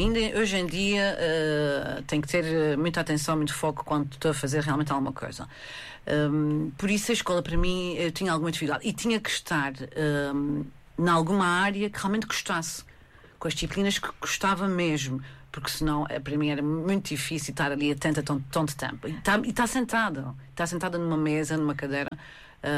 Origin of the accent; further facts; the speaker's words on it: Ponta Delgada, Azores, Portugal; Eu sou de São Roque.